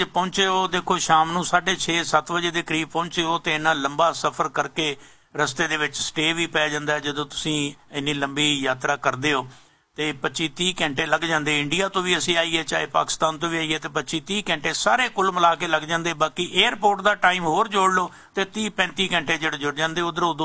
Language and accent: Punjabi; Punjab, India; now in Canada; ਅਸੀਂ ਪੰਜਾਬ ਦੇ ਵਾਸੀ ਹਾਂ, ਪੰਜਾਬ ਸਾਡਾ ਪਿਛੋਕੜ ਹੈ, ਸਾਡਾ ਵਰਤਮਾਨ, ਅਸੀਂ ਰਹਿ ਭਾਵੇਂ ਕੈਨੇਡਾ ਦੇ ਵਿੱਚ ਜ਼ਰੂਰ ਰਹੇ